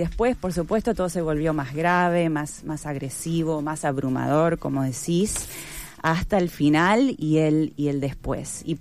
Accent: Canada; Yo me crié en Canadá, y ahí se suele, por ejemplo, minimizar el debate sobre el racismo

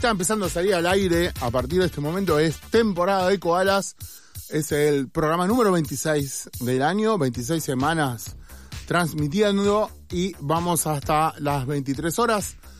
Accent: Uruguay; now in Argentina; como estoy fallando como uruguayo.

